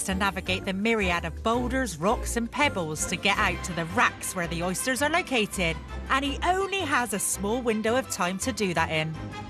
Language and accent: English; South West England, United Kingdom; I'm from the West Country